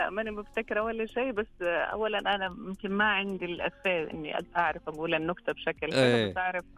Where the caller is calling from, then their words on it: Jeddah, Makkah Province, Saudi Arabia; من جدة أنا في السيارة